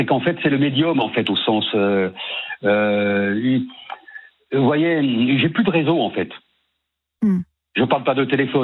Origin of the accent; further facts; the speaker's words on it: Mediterranean south of France, France; born there; accent: southern, sing-song accent; moved away as an adult; also born or lived in Brittany; now in Paris, France; je suis né dans le Sud-Ouest et j'ai vécu 22 ans dans le bassin méditerranéen.